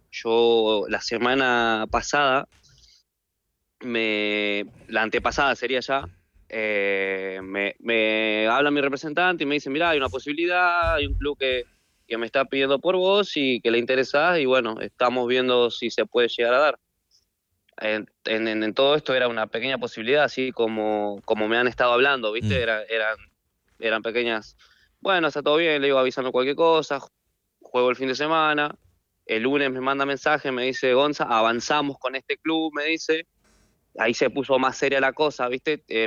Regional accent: Salta, Argentina; yo no soy de Buenos Aires, yo soy del norte, yo soy de Salta.

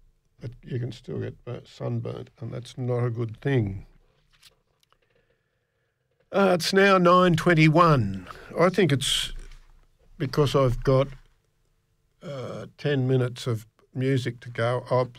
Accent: Scotland, United Kingdom; I do that anyway because I'm Scottish and I don't like having to spend money.

